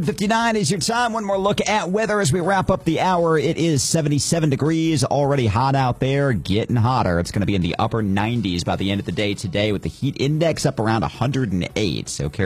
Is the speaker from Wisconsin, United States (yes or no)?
no; Michigan, United States; moved away; I grew up in Michigan.